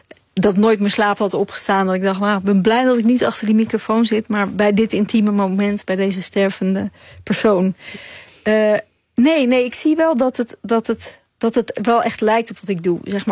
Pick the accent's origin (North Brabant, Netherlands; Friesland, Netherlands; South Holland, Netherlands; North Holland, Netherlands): North Holland, Netherlands; Zaandam; also born or lived in Chile; En ik kwam in Zaandam terecht en ik was daar in Poelenburg het enige witte kind. En ik had een soort taalverwarring, want ik sprak Spaans en Nederlands.